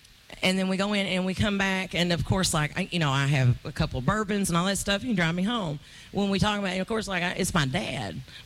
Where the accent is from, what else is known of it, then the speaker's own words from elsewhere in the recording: Kentucky, United States; And like, we're from Eastern Kentucky.